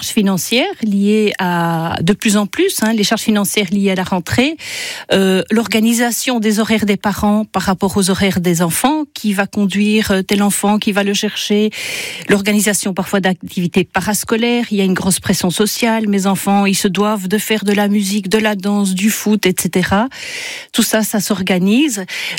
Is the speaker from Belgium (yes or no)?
yes; Belgium; Alors, comme je vous l'ai dit, je suis belge, il faut me mettre les sous-titres pour Parcoursup.